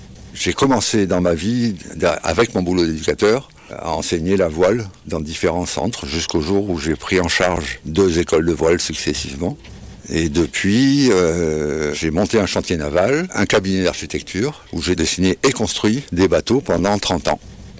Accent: south of France, France; also born or lived in Algiers; Je suis né à Alger. J'ai erré dans le sud de la France pendant mes premières années.

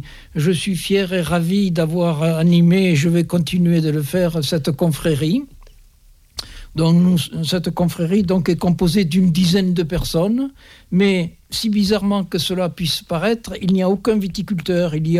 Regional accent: Occitanie, France; Je suis originaire du Minervois, je suis fils de vigneron

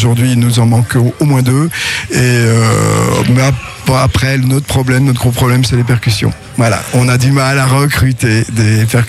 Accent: Brittany, France; Que des Français. Moi, je suis breton, mais bon.

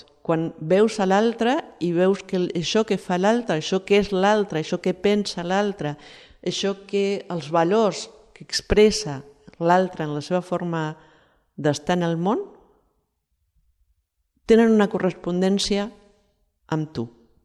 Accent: Catalonia, Spain; also born or lived in Argentina; Però jo sóc catalana, i jo sóc catalana estigui on estigui, tot i que he nascut a l'Argentina

